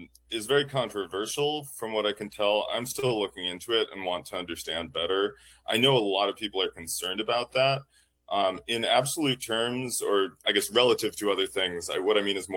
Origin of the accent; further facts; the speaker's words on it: Duluth, Minnesota, United States; I can tell you about a story from my hometown, Duluth, Minnesota.